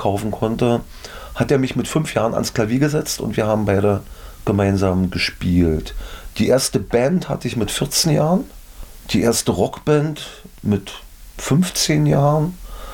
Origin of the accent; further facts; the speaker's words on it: Finsterwalde, Brandenburg, Germany; born there; Im letzten Jahr habe ich in meiner Geburtsstadt Finsterwalde zum Brandenburg-Tag das Finsterwalder Sänger-Musical komponiert und produziert auch.